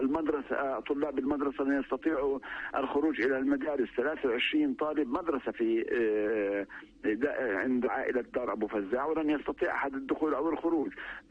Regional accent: Palestine; هو أساس لنا كفلسطينيين

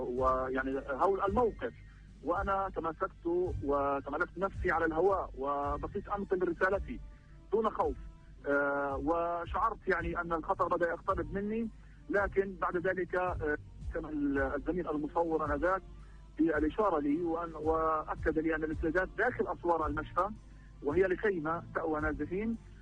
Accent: Rafah, Gaza Strip, Palestine; born there; بعد خروجي من مدينة رفح هي مسقط رأسي

